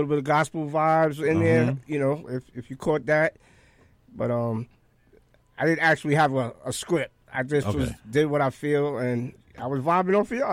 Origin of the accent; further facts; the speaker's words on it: New York City, New York, United States; moved away as an adult; now in Pennsylvania, United States; Now, I was born and raised in Brooklyn.